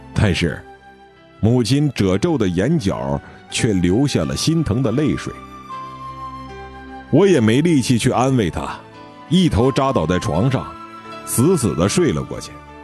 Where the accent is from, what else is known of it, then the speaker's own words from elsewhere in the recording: Daqing, Heilongjiang, China; 我虽然是一个土生土长的大庆人，但是报道之前对这个行业的了解还是一张白纸。